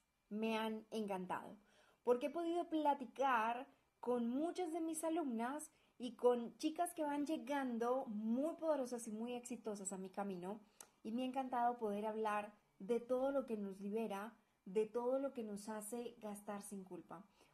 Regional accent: Colombia; now in Guadalajara, Mexico; Recuerda que … colombiana viviendo en Guadalajara, México

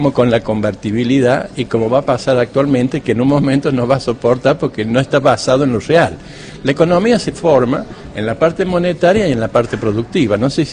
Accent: Argentina

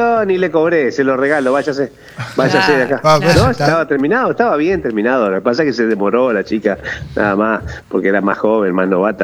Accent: Paraná, Entre Ríos, Argentina; Yo soy de acá de Paraná

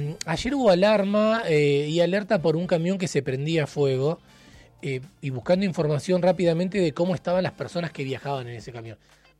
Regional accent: Argentina; los que les hacemos el cuento, el tocuén, a los demás somos los argentinos

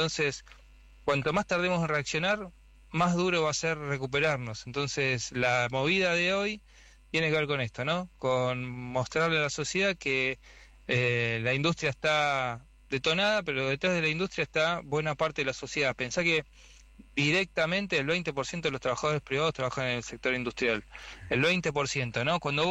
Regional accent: Argentina; nosotros como argentinos

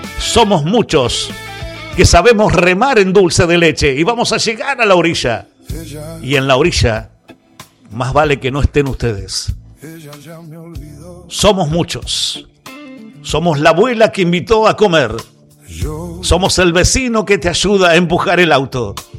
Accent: Argentina; Somos argentinos.

